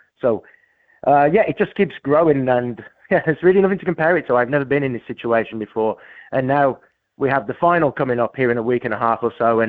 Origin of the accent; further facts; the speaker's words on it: Birmingham, West Midlands, United Kingdom; moved away as an adult; now in South Milwaukee, United States; England, I'm from Birmingham. My family are from Ireland, which is why we have an Irish pub. And I love my heritage from Ireland too. But yeah, I grew up in England. I was there for 20 years and then moved to Wisconsin now 30 years ago.